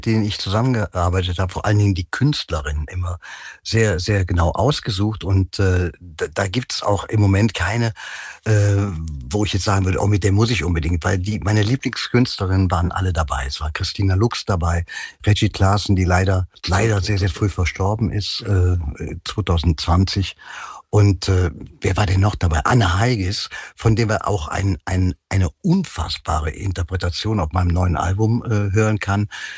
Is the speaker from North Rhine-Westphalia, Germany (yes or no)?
yes; Cologne, North Rhine-Westphalia, Germany; die wir als Kölner ja auch bei uns im Stadtwappen haben.